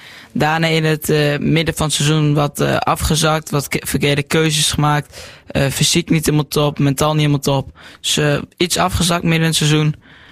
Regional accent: Nijverdal, Overijssel, Netherlands; Ik kom uit Nijverdal.

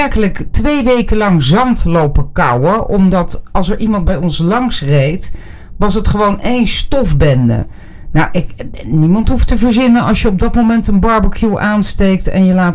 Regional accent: Ede, Gelderland, Netherlands; Want ik kom uit Ede.

